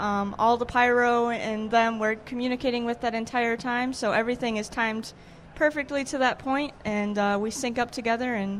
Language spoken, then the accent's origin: English; Michigan, United States; We're from Michigan, and I'm also from Michigan.